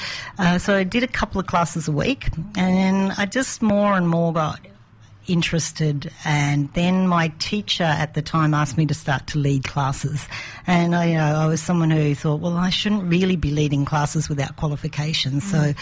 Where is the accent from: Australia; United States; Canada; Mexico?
Australia; Brisbane, Queensland; moved away as an adult; also born or lived in Canberra; I grew up in Brisbane.